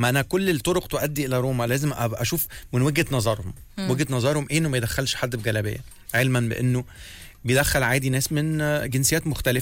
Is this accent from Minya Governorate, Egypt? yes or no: yes; Minya Governorate, Egypt; انا صعيدي, ما انا من المنيا.